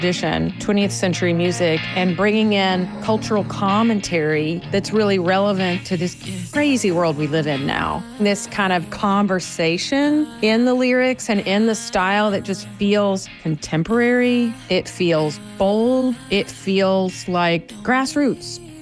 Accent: Nashville, Tennessee, United States; from Nashville, and I support WNXP.

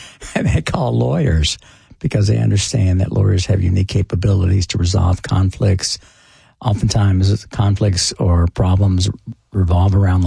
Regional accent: Texas, United States; now in Tennessee, United States; I'm a proud Tennessean. I'm still a proud Texan.

